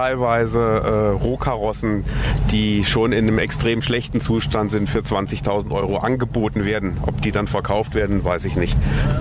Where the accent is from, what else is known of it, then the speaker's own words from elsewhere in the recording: Kassel, Hesse, Germany; born there; Ich muss sagen, ich bin in Kassel geboren, die Strecke kannte ich auch nicht.